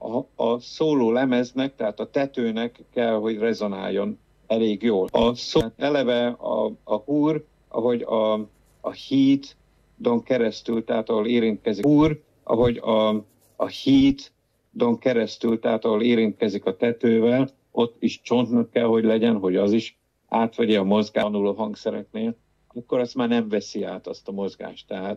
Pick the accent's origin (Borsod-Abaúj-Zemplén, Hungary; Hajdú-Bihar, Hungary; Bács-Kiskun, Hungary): Bács-Kiskun, Hungary; Baja; born or raised there